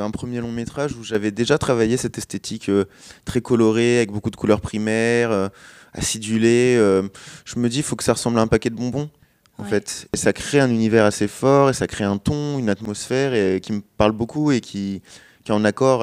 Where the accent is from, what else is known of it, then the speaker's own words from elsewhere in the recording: Chelles, Île-de-France, France; born there; c'est ma ville natale